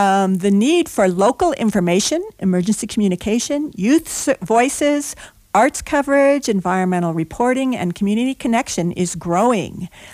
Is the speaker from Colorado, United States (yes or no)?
yes; Boulder, Colorado, United States; I grew up in Boulder